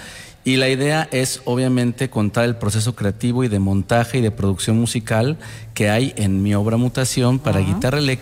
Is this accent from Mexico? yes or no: yes; Mexico; moved away; yo empecé a estudiar guitarra clásica en mi país